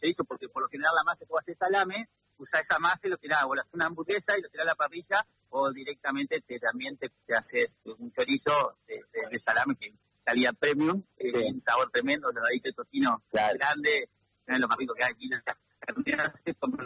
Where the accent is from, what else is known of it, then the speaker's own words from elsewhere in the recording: Viale, Entre Ríos, Argentina; born there; now in Paraná, Argentina; yo tenía acá a 50 kilómetros, tengo donde nací en Viale, tengo ciclo 2, un pequeño lugar donde procesamos la carne.